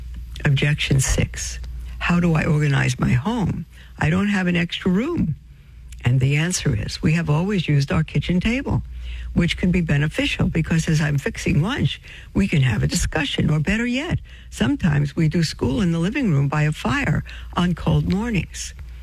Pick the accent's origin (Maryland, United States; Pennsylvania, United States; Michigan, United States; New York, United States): New York, United States; Brooklyn; when we were growing up in Brooklyn, we got a list of books that we needed for the year in public school